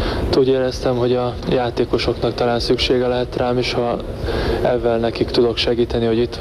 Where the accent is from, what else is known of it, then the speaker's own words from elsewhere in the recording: Hungary; Magyarországon maradok, mert magyar vagyok